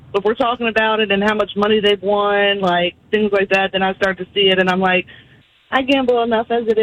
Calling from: Brandywine, Maryland, United States; Brandywine, Maryland.

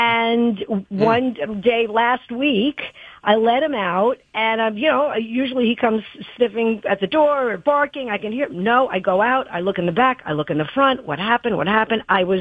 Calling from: Clifton, New Jersey, United States; I'm in Clifton, New Jersey.

